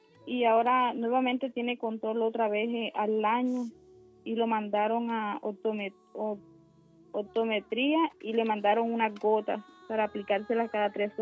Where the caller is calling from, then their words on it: Colombia; Sabana Larga, corregimiento de San Pues